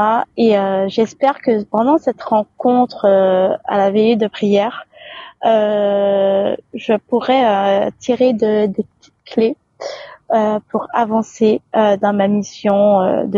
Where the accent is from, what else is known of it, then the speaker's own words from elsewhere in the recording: Guadeloupe; now in Paris region, France; j'ai 29 ans, je suis originaire de la Guadeloupe et je vis en région parisienne et je suis membre de Aventure de foi sous les réseaux.